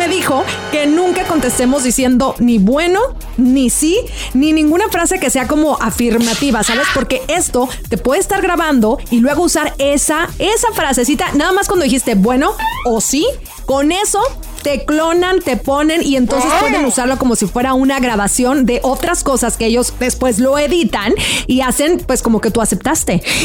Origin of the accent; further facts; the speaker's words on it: Mexico; A ver, como buen latino mexicano, siempre decimos bueno, o tal vez dices sí, ¿no?